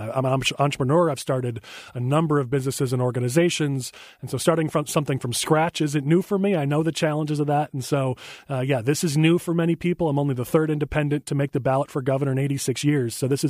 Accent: Palatine, Illinois, United States; also born or lived in Batavia, Illinois / Lake Zurich, Illinois / Hawthorne Woods, Illinois; born in Batavia, then my family moved to the northwest suburbs, and I grew up in Palatine, spent a little time in Lake Zurich and Hawthorne Woods as well, but grew up in Palatine, moved out when I was 18, then found my way back to Palatine, and I've been living there ever since.

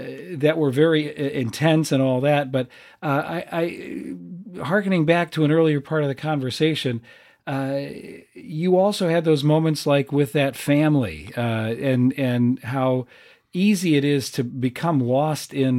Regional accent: Rock Island, Illinois, United States; I'm a lifelong Rock Islander

